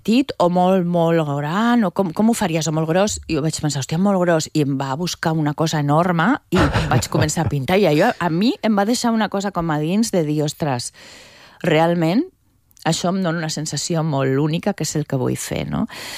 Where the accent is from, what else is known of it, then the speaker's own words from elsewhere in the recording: Zaragoza, Aragon, Spain; la meva infantesa era a Saragossa, molt tranquil·la i amb molt bons amics, que molts conservo des de que érem superpetits.